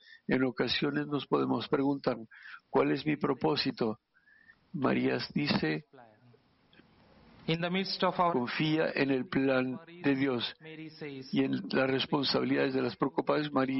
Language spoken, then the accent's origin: Spanish; India; Spanish is a second language; como yo, que vengo de la India